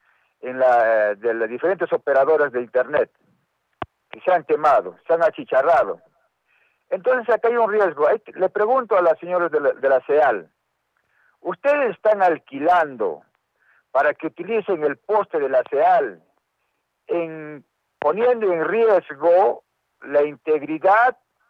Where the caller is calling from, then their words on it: Arequipa, Peru; Estoy llamando desde Alto de la Libertad